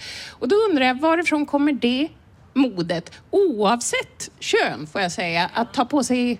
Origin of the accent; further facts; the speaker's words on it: Norrbotten County, Sweden; jag kommer ju från Norrbotten